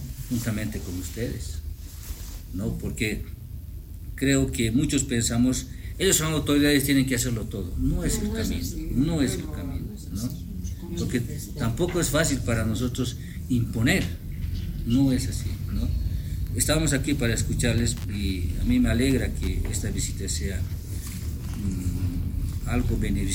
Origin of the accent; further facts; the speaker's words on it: Poopó, Oruro, Bolivia; yo soy de Popó